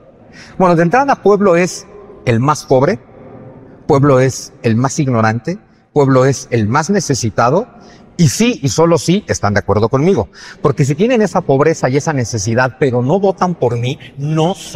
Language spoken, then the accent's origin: Spanish; Mexico; Todos los que habitamos México somos el pueblo mexicano. 128 millones de mexicanos que habitamos este país y como 30 millones de mexicanos que están fuera de él, todos juntos somos el pueblo mexicano